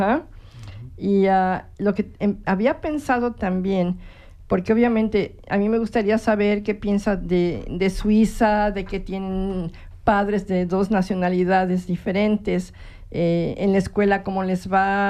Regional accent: Mexico; accent: Mexicanized Spanish; Pero yo hablo un español mexicanizado.

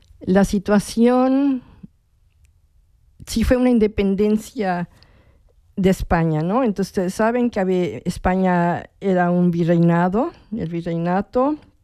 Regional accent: Mexico; now in Switzerland; ¿Tienen detalles cotidianos o tradiciones con los que ustedes siguen y dicen, ah, soy orgullosamente mexicana o soy orgullosamente mexicano? Ya sé que nos han dado muchos palos. Digo, yo puedo escribir libros sobre la cantidad de prejuicio que yo he vivido aquí en Suiza.

